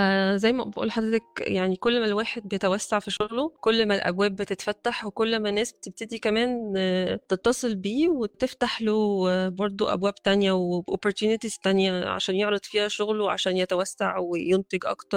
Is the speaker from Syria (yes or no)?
no; Egypt; now in Australia; بيعرفوا أن أنا مصرية